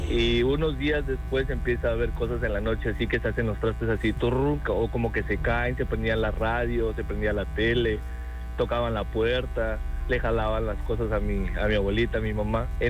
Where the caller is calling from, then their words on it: Villahermosa, Tabasco, Mexico; Desde Villahermosa, Tabasco.